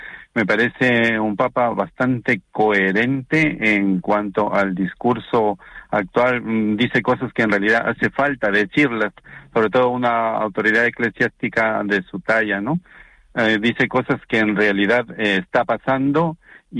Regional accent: Trujillo, La Libertad, Peru; now in Canary Islands, Spain; En el norte, yo soy norteño también, yo soy trujillano de Trujillo

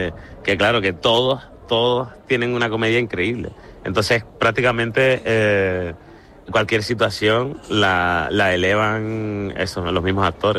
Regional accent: Canary Islands, Spain; moved away; aquí somos como somos y somos canarios y hablamos como hablamos

